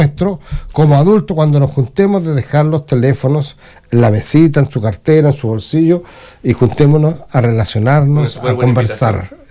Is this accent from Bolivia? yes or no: no; Chile; nosotros como chilenos tenemos un desarrollo